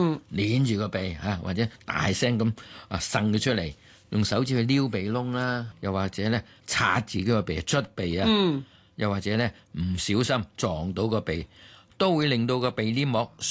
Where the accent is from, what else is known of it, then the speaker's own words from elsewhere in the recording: Guangdong, China; 我廣東人叫流鼻血啦。